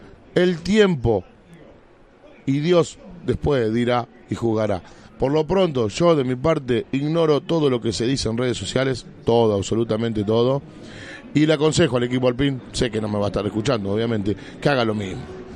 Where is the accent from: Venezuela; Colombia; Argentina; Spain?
Argentina; Vivimos, y hablo de Argentina